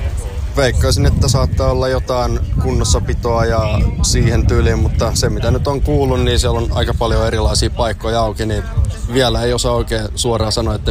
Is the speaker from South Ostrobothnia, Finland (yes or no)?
no; Hamina, Kymenlaakso, Finland; Olen Haminasta, joo.